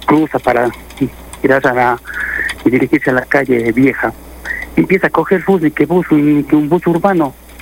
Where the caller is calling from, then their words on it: Cuenca, Azuay, Ecuador; yo vivo en Totoracocha, pero no sé exactamente en qué barrio.